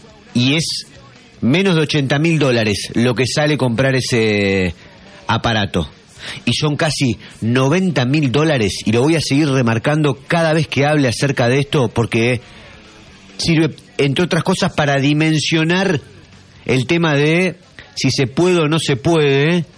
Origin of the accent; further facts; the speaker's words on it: Santa Fe, northern Santa Fe province, Argentina; ¿Cómo no quieren que nos sintamos que no somos santafesinos de segunda?